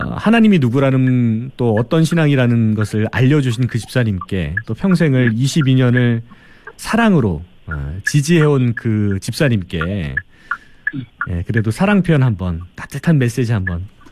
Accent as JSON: {"language": "Korean", "town": "Cheongju", "region": "North Chungcheong", "country": "South Korea", "said": "저도 이 충청도 청주 사람이지만"}